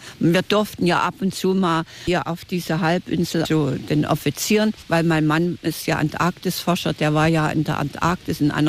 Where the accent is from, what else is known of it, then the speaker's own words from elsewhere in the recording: Germany; als Deutscher